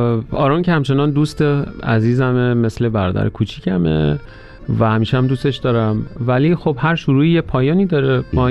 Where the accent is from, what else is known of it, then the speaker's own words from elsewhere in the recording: southern Iran, Iran; من جنوبی هستم و دریا نقش موثری داشته در بزرگ شدن من